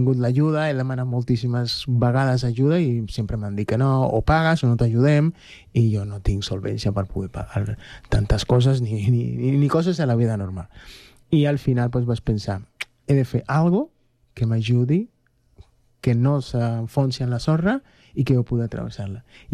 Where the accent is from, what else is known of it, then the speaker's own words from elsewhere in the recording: Cuba; venim de Cuba. A Cuba hem viscut moltes coses